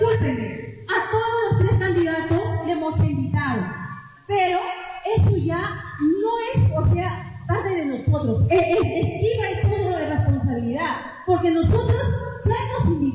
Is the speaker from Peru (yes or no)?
yes; Peru; los peruanos somos peruanos